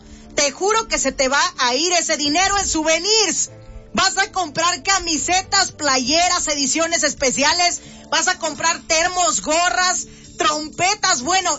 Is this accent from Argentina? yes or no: no; Mexico; en mi país es un país futbolero.